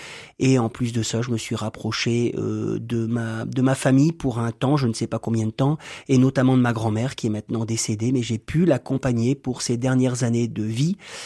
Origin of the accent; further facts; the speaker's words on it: Roubaix, Hauts-de-France, France; born there; moved away as an adult; also born or lived in Gap; now in Villeneuve-d'Ascq, France; Je suis né à Roubaix.